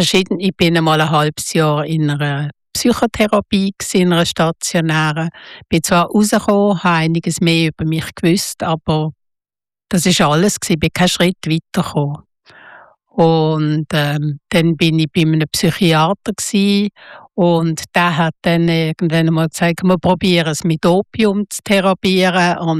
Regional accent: Basel, Basel-Stadt, Switzerland; Das war so Jugendhauszeit und ich bin in Basel aufgewachsen, oder?

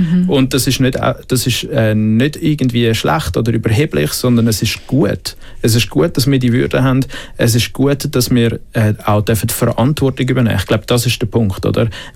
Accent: Switzerland; first language German

